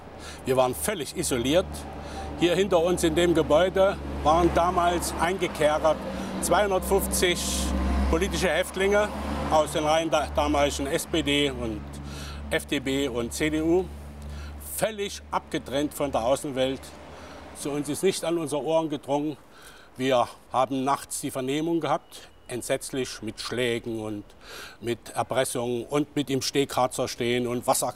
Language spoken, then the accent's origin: German; Saalfeld, Thuringia, Germany; ich komme aus Saalfeld in Thüringen